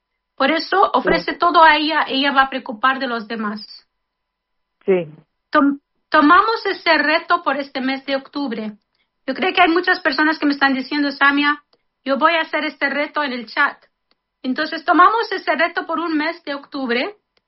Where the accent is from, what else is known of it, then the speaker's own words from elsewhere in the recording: Jordan; moved away; mi memoria de la primera persona que miré rezando rosario cuando era niña chiquitita en Jordania.